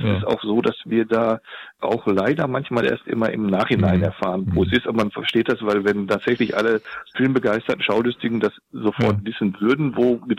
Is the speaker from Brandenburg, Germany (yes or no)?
yes; Potsdam, Brandenburg, Germany; Also als Potsdamer sieht man das natürlich besonders gut.